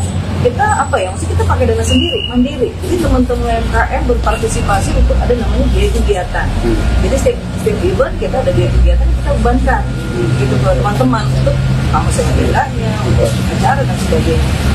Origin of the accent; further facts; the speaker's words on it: Sorong, Southwest Papua, Indonesia; Saya ini lahir di Sorong.